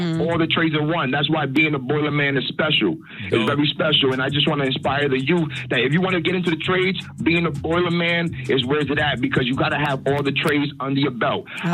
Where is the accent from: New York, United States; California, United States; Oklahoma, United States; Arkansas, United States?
New York, United States; New York City; Nah, I'm from New York City. I'm from Harlem.